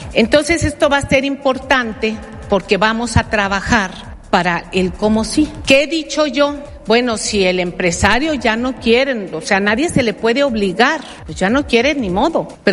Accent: Mexico; Y yo soy mexicana. Y yo desde toda mi vida, desde niña, a mí me enseñaron civismo en la escuela y civismo en mi casa para defender a México, la patria.

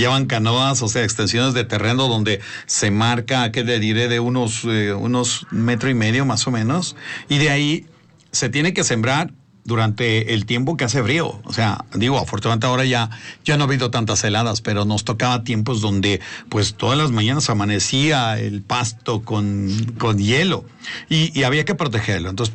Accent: San Rafael Tlanalapan, Puebla, Mexico; San Martín Texmelucan, mi pueblo, San Rafael Tranalapan, con municipio en Texmelucan

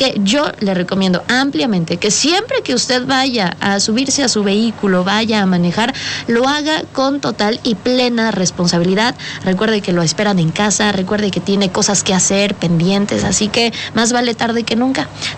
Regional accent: Puebla, Mexico; nosotros como poblanos

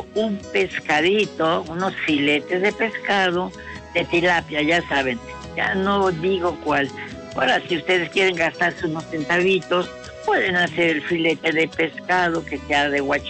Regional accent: Puebla, Mexico; Y yo en lo especial soy poblana. Me siento tan orgullosa de Puebla

